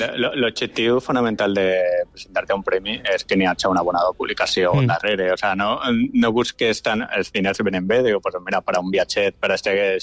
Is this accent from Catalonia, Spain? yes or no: no; Valencia, Valencian Community, Spain; born there; first language Spanish; Catalan is a second language; la meua llengua materna és el castellà. Jo vaig néixer a València, però d'una família d'emigrants de la Manxa.